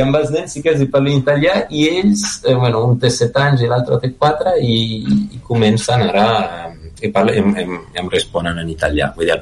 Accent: Lleida, Catalonia, Spain; moved away as an adult; quan vaig marxar de Lleida, pues havia dit, mira, et trobo aquest, havia trobat un màster aquí

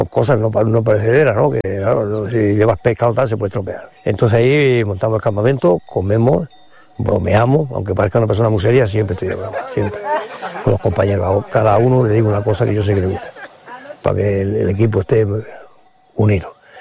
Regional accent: Torremocha, Extremadura, Spain; galés, soy extremeño de Torremocha. Me dedico al pastoreo trashumante, pastor de toda la vida, hijo de pastores y nieto de pastores.

